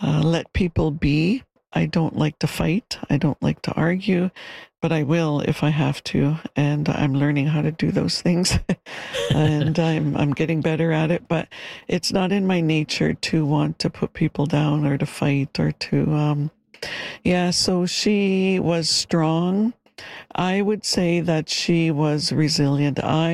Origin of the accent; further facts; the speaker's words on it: Dog Creek, British Columbia, Canada; I grew up with Granny in Khatstam, it's called, in my Shawetmuk or Shuswap language, called Deep Valley. It was a mountain, a ravine, and otherwise known as Dog Creek.